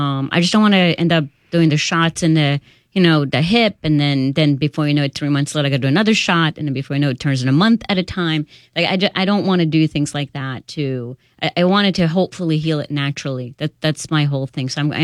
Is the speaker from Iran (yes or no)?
yes; Iran; moved away; when I was about 5 years old and, you know, I'm from Iran, so I was in Iran.